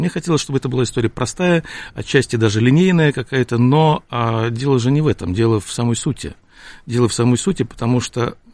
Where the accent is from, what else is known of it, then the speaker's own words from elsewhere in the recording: Saint Petersburg, Russia; потому что я сам ленинградец, петербуржец.